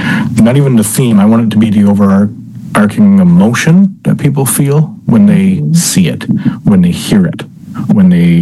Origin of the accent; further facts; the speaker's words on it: Flat Bay, Newfoundland and Labrador, Canada; moved away; I have negative memories when I left the community. But growing up in Flat Bay